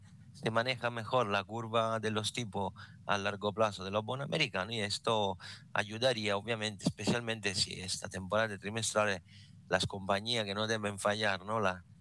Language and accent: Spanish; Italy; Spanish is a second language; moved away